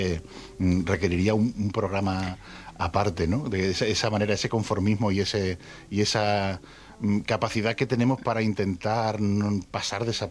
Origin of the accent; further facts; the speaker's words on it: Extremadura, Spain; las zonas donde yo me crié de pequeño, a Extremadura en general